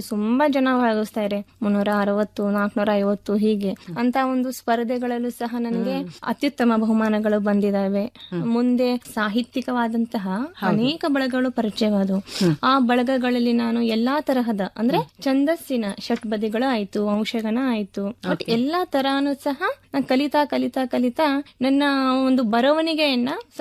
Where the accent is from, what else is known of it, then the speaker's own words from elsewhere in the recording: Karnataka, India; also born or lived in Samrani / Gundoli; ಅದು ಹಳಿಯಾಳ ತಾಲೂಕಿನಲ್ಲಿ, ಅದು ಹಳಿಯಾಳ ತಾಲೂಕಿನ ಒಂದು ಸಣ್ಣ ಗ್ರಾಮ ನಿಲ್ವಾನಿ ಅಂತ ಹೇಳಿ. ಆ ಒಂದು ಗ್ರಾಮದಲ್ಲಿ ನಾನು ಹುಟ್ಟಿದವಳು.